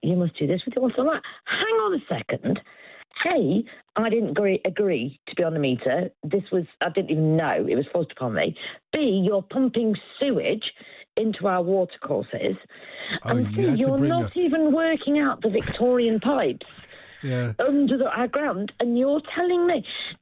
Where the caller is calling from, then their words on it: Nottingham, East Midlands, United Kingdom; from sunny Nottingham.